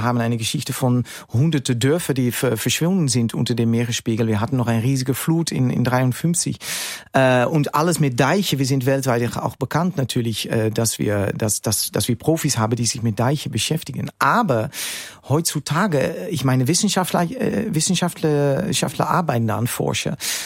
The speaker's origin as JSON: {"language": "German", "country": "Netherlands", "second_language": "German", "said": "Wir haben keine Hierarchie zum Beispiel in den Niederlanden."}